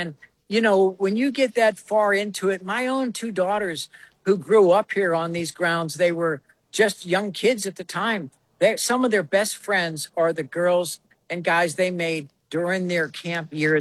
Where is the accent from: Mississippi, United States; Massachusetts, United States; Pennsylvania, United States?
Pennsylvania, United States; Monongahela; moved away as an adult; My hometown, obviously. I grew up in Monongahela. I left right after high school. I graduated in 77, so I know that dates me